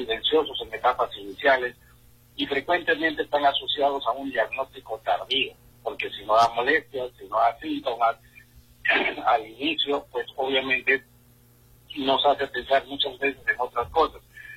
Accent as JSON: {"language": "Spanish", "region": "Amazonas", "country": "Peru", "moved": "yes", "said": "a mi querida región de Amazonas y a mi pueblo de Soroco y Loico."}